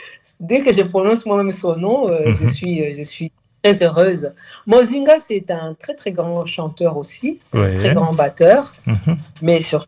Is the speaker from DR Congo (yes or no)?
yes; DR Congo; moved away; Là-bas, chez nous, au Congo, en RDC